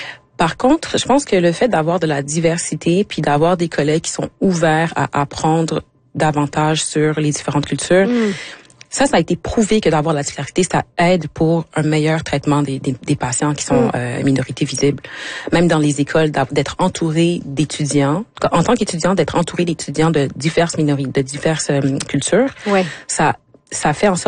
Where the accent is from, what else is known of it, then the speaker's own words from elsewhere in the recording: Quebec, Canada; moved away; Je suis partie du Québec, ça fait comme 7 ans.